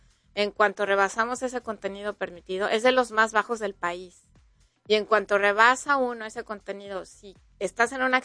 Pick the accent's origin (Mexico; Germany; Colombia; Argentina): Mexico; sintámonos también muy orgullosos como mexicanos.